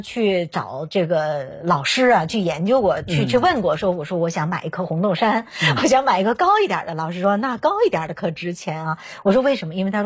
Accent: Northeast China, China; 一部分咱们东北会种橡树

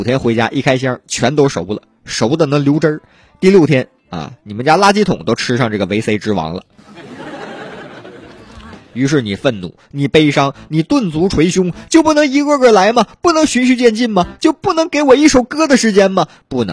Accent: Northeast China, China; 我们东北人喜欢吃那个蘸酱菜是吧，

